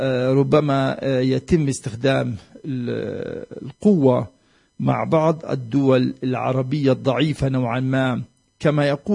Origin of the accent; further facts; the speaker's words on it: Bethlehem, West Bank, Palestine; الأسعار عندنا في بيت لحم